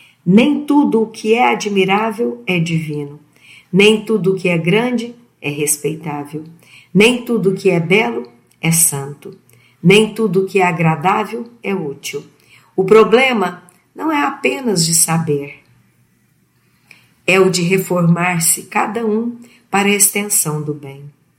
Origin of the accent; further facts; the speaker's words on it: Uberlândia, Minas Gerais, Brazil; sou da cidade de Uberlândia e sou voluntária na Web Rádio Fraternidade